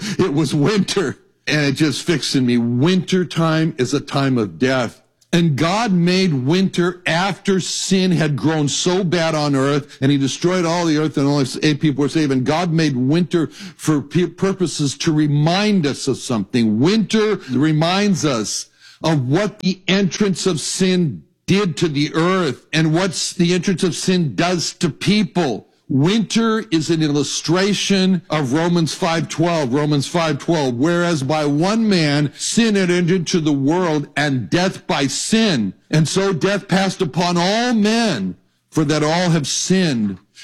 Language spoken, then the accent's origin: English; Los Angeles, California, United States; It was so cold. I was raised in Los Angeles. I wasn't used to that.